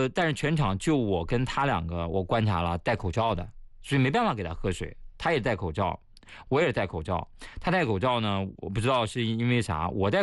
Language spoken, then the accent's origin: Chinese; Shanxi, China; born there; moved away; 我那次回山西老家